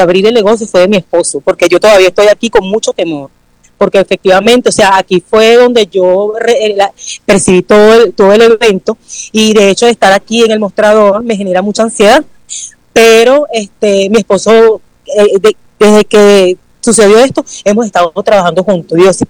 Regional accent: Venezuela

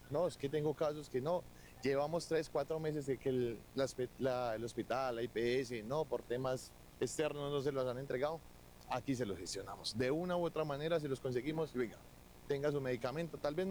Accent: Pereira, Risaralda, Colombia; Soy pereirano y esto es para la comunidad.

